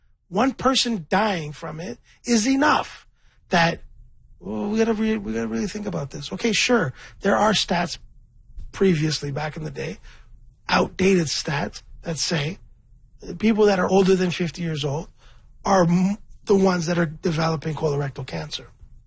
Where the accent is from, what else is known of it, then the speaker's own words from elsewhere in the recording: Scarborough, Ontario, Canada; I'm from Scarborough. I'm a rapper.